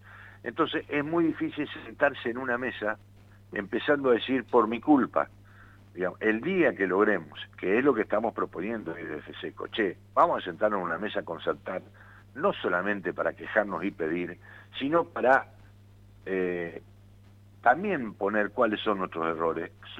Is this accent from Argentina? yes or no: yes; Argentina